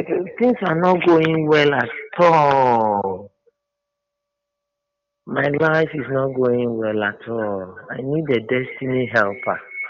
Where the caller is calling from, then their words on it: Tema, Greater Accra, Ghana; I'm calling from Tema.